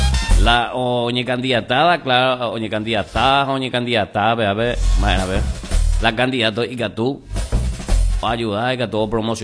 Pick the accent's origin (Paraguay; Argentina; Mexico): Paraguay; como paraguayos, nos abrazamos todos